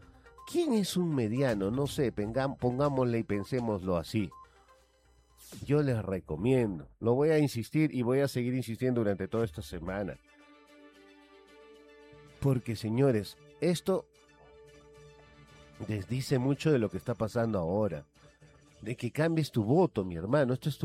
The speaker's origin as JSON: {"language": "Spanish", "town": "Huancayo", "region": "Junín", "country": "Peru"}